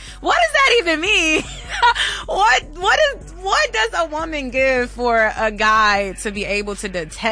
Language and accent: English; Houston, Texas, United States; I'm from Houston